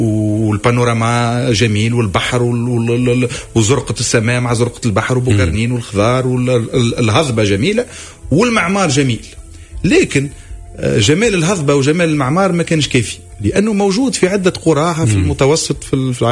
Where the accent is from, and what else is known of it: Sidi Bou Said, Tunis Governorate, Tunisia; born or raised there